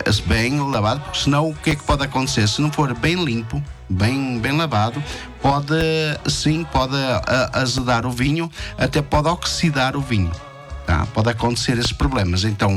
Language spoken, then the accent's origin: Portuguese; Portugal; now in Brazil